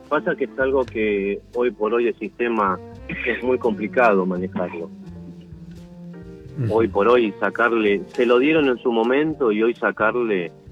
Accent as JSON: {"language": "Spanish", "town": "San Justo", "country": "Argentina", "said": "De San Justo, señor."}